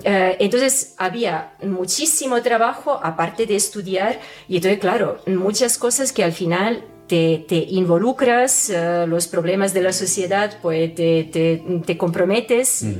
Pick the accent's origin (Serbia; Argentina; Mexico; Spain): Serbia; moved away; Yo tengo que admitir de que realmente cuando salí de Serbia yo estaba agotada.